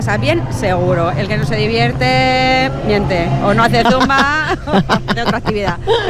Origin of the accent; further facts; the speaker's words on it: Madrid, Community of Madrid, Spain; Yo de Madrid.